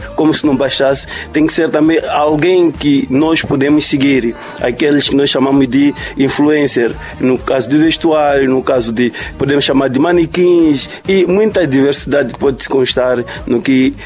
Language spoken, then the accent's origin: Portuguese; Gorongosa, Sofala, Mozambique; born there; now in Manica Province, Mozambique; eu fui um dos alunos na escola de Gorongosa, Centro Educacional de Gorongosa. Lá vivíamos com freis